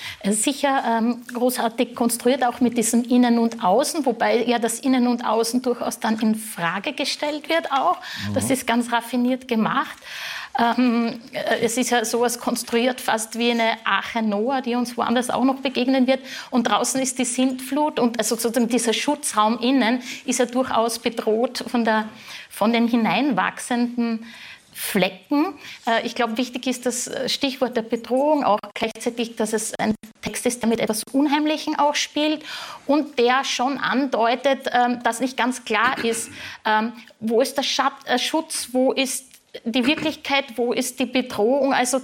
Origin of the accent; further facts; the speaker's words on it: Austria; als Österreicherin